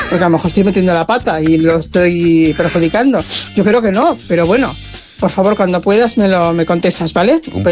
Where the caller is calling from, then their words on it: Cornellà, Catalonia, Spain; aquí de Cornellá.